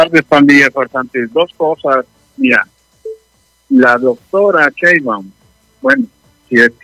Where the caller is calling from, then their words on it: Mexico; habiendo tantos 130 millones de mexicanos aquí